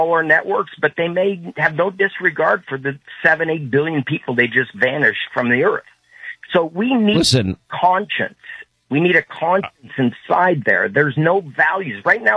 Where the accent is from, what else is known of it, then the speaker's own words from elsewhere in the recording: East Coast, Canada; also born or lived in San Diego; now in Tennessee, United States; Yeah, you know, I'm really from East Coast of Canada, and I moved down to San Diego in 79. Reagan was my first president. I came here legally with a green card.